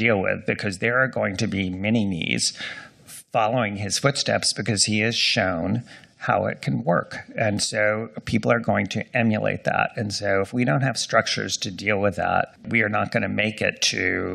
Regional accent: New York, United States; also born or lived in Washington, D.C.; I'm an inveterate New Yorker

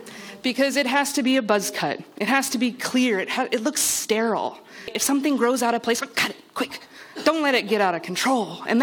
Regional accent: Pacific Northwest, United States; I grew up in the Pacific Northwest.

